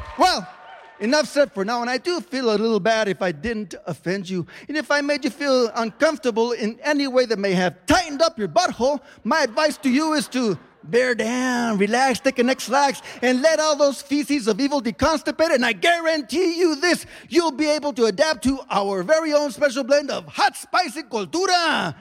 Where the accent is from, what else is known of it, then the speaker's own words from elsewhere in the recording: Llano Quemado, New Mexico, United States; also born or lived in Embudo, New Mexico; I was born in Embudo, Nuevo Mexico, raised in Llano Quemado, which is just a pelito south of Rancho Zetas, which borders Taz, which is in New Mexico, USA